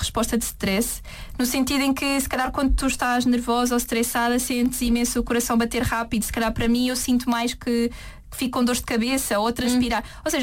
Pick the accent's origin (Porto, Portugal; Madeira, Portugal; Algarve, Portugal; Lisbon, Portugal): Lisbon, Portugal; moved away as an adult; now in Faro, Portugal; vim viver para Faro, sou de Lisboa